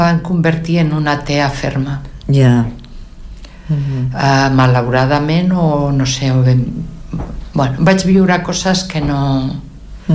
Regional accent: Madrid de las Caderechas, Castile and León, Spain; born there; moved away; El meu poble es diu Madrid de les Caderetxes.

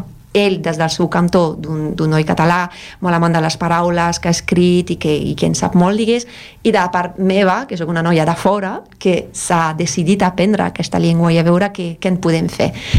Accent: France; Catalan is a second language; perquè, clar, soc francesa i parlem, doncs, això del francès o d'altres llengües

